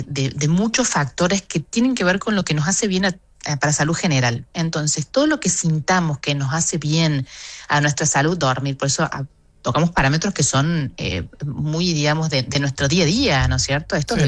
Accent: Argentina; nuestra confianza en nuestras habilidades como argentinos es buena

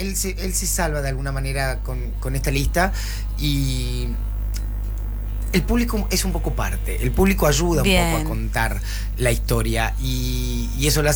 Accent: Córdoba, Argentina; now in Buenos Aires, Argentina; yo estoy viviendo en Buenos Aires hace 16 años, soy un actor cordobés

